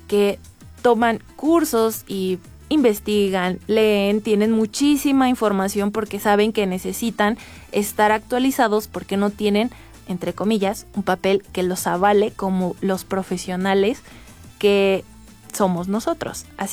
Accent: Tulancingo, Hidalgo, Mexico; Con las oportunidades que se encontraban en donde yo soy, que yo soy de Tulancingo.

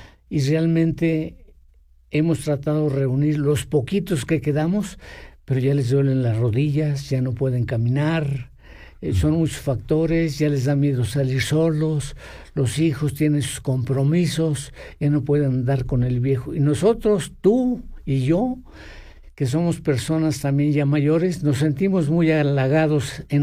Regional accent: Mexico; nosotros como mexicanos somos muy flojos.

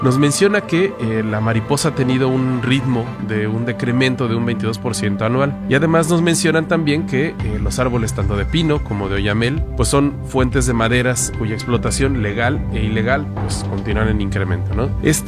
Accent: Mexico; las tradiciones así precoloniales en México del Día de Muertos, que tenemos muy arraigados como mexicanos.

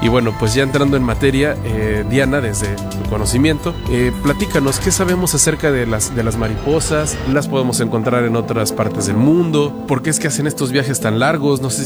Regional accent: Mexico; del Día de Muertos, que tenemos muy arraigados como mexicanos.

